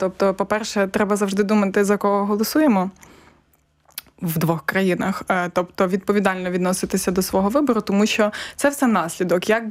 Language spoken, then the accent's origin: Ukrainian; Lutsk, Volyn Oblast, Ukraine; Декілька років тому я зацікавилась питанням Волинської трагедії, тому що я з Луцька, село Руда, звідки моя бабуся, воно було під Польщею